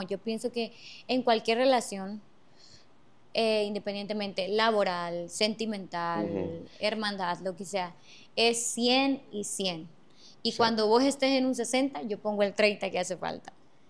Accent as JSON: {"language": "Spanish", "country": "Honduras", "said": "Y yo soy hondureña catracha de corazón."}